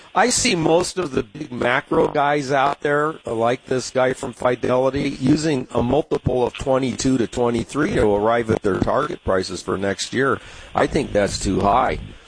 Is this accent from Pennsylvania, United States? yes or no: no; San Diego, California, United States; accent: San Diego; I'm from Southern California with a San Diego accent, if there is such a thing.